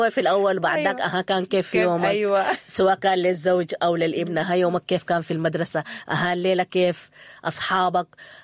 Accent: Sudan; احنا كلنا سودانيين

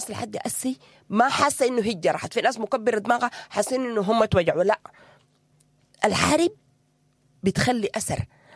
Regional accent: Sudan; أنا إحنا كمجتمع سوداني

